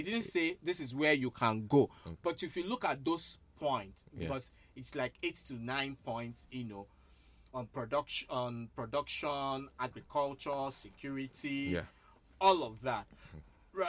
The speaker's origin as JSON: {"language": "English", "region": "Enugu State", "country": "Nigeria", "said": "I'm from Usudo Osea Anugu"}